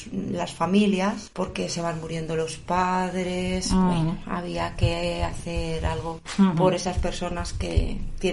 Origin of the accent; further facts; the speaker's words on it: Torrelaguna, Community of Madrid, Spain; soy una mujer de 50 años, totalmente empoderada, ya sabes, de la Sierra Norte de Madrid. Vivo en Torrelaguna de toda la vida y trabajo en Torrelaguna y en Guadalix de la Sierra